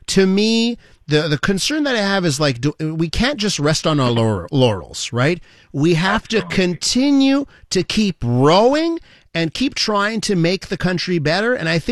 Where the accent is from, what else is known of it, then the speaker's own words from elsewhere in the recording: Canada; When you travel as a Canadian, you tell someone you're from Canada, you're absolutely adored.